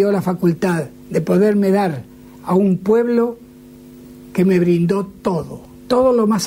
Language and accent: Spanish; Argentina